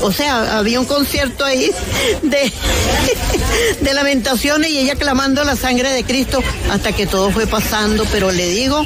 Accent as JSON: {"language": "Spanish", "country": "Venezuela", "said": "Yo soy venezolana"}